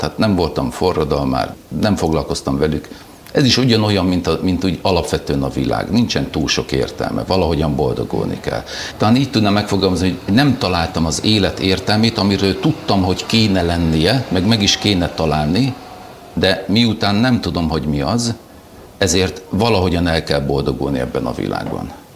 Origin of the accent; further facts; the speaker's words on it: Hungary; first language German; Hungarian is a second language; származású volt, tehát ilyen bajor ősöktől származó magyarországi németek. És ezért ugye nekem ez az anyanyelvem igazából.